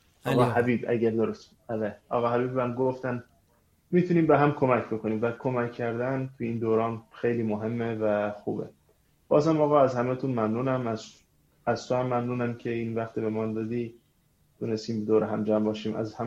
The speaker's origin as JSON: {"language": "Persian", "country": "Iran", "said": "خب گذشته رفتن خیلی طولانی که دور از ایرانم"}